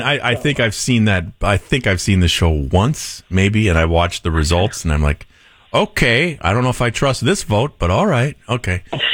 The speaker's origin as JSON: {"language": "English", "region": "Minnesota", "country": "United States", "tie": "born or raised there", "said": "Personally, for me, that's where I grew up in the Twin Cities area, and it has changed so profoundly. I still have family and friends who live there."}